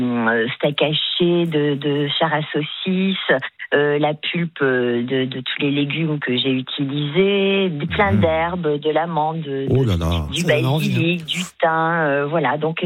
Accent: Cestas, Nouvelle-Aquitaine, France; moved away; puisque moi j'y suis née, le feu s'est arrêté à Sestas, c'est mon village natal.

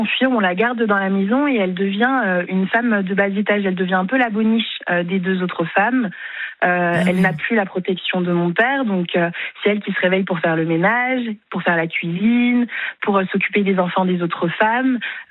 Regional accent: France; born there; also born or lived in Congo; quand ma mère elle revient, je ne suis plus au Congo, je suis en France. Ma belle-mère m'a fait un faux acte de naissance et elle m'a emmenée en France avec ses autres enfants.

